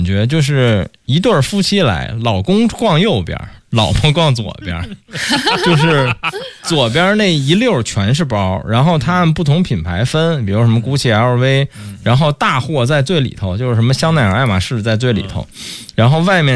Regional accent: Beijing, China; 作为一个北京人不知道的友谊商店，对吧？

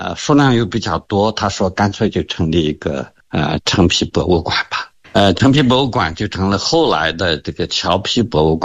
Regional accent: China

